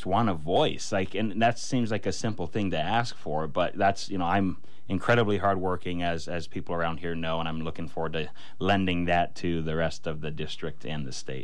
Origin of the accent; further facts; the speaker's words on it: Alaska, United States; I grew up in Alaska, spent summers up in Talkeetna. Now I'm here full time.